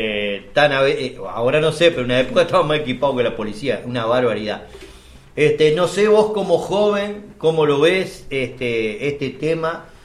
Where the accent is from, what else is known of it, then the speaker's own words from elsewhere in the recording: Uruguay; yo lo llamo como uruguayo sublevado.